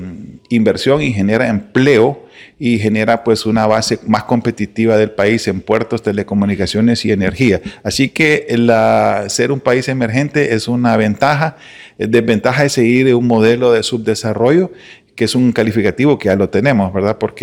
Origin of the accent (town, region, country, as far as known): Honduras